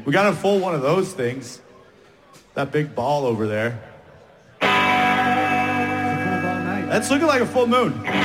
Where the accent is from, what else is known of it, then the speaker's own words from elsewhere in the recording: Nova Scotia, Canada; We're from Nova Scotia, which is in Canada, which is on Earth, which is actually in Canada.